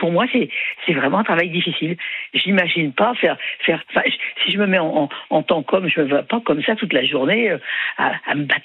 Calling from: Marseille, Provence-Alpes-Côte d'Azur, France; Et je suis à Marseille, oui.

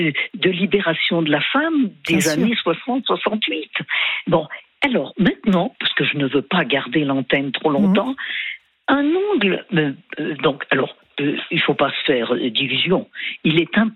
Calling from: Lyon, Auvergne-Rhône-Alpes, France; moi, j'habite à Lyon, près de la fac de droit.

